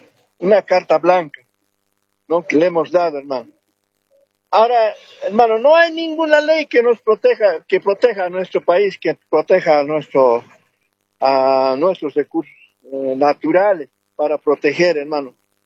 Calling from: Cochabamba, Bolivia; Aquí, llamando de Cochabamba

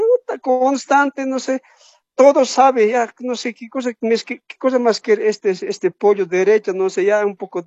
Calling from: Machacamarca, La Paz, Bolivia; yo soy, como le digo, de Machacamarca, de sexta sección de Colquencha

